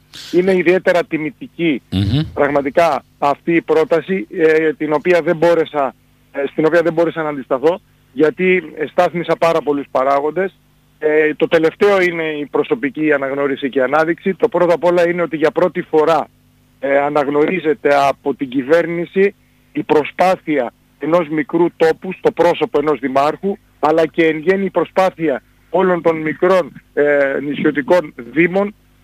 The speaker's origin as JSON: {"language": "Greek", "country": "Greece", "tie": "born or raised there", "said": "στο νησί μου ένας άνθρωπος μέσα από τα σπλάχνα του γέννημα θρέμα"}